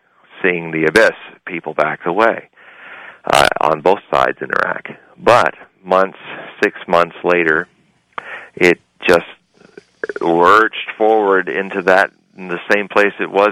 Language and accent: English; United States; I'm an American, and I follow American ideas, and I perceive the world, for better or worse, in an American perception.